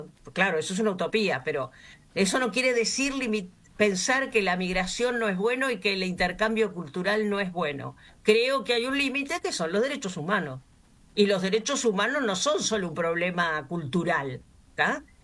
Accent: Argentina; now in Uruguay; yo soy migrante, yo vine a vivir de Argentina a Uruguay, pero fue una decisión libre y estoy chocha de haberlo hecho.

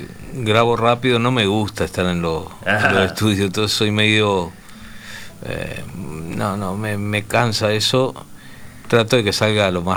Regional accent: Uruguay

